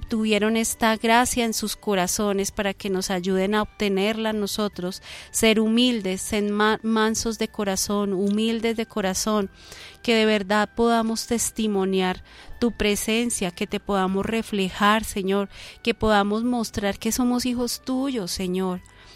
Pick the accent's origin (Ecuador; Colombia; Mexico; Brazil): Colombia